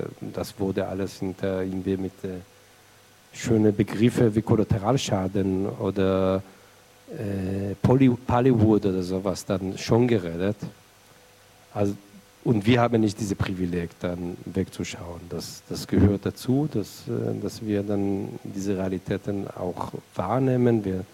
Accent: Southern District, Israel; German is a second language; Also ich bin, was ich gesagt, in Kibbutz aufgewachsen, der etwa 30 Kilometer von der Gazastreifen ist.

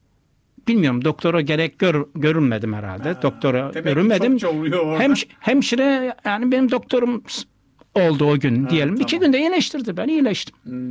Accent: Azdavay, Kastamonu, Turkey; also born or lived in Germany; Bizim Azdivay'a Türkiye'nin İsviçre'si diyorlar.

